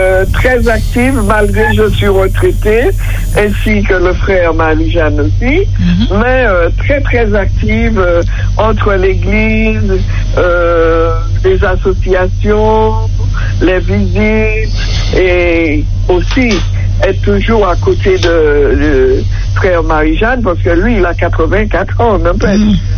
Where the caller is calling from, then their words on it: Matoury, French Guiana; J'habite à Matoury, c'est la ville foncière de la Guyane, à 15 kilomètres de la ville centrale, la commune principale qui est la ville principale qui est Cayenne.